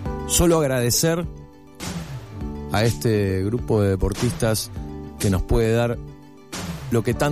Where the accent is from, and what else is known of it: Argentina